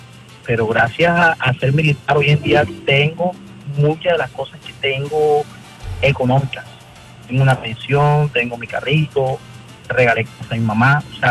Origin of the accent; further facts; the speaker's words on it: Barranquilla, Atlántico, Colombia; Vea, yo invito a un cachaco, a un paisa, a un caleño a que trabaje con el jopo de sol de aquí de Barranquil